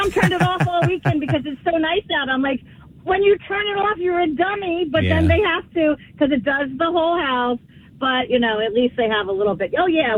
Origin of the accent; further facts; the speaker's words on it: Pennsylvania, United States; now in Brick, United States; I came from Pennsylvania and have been married now here for 40 years.